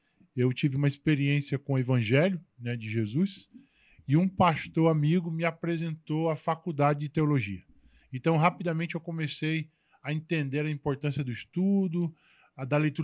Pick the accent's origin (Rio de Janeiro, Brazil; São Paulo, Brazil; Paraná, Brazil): São Paulo, Brazil; Mogi das Cruzes; moved away as an adult; now in Ceará, Brazil; eu sou de Mogi das Cruzes, natural. Mogi das Cruzes, São Paulo, nasci em 1979, 27 de fevereiro.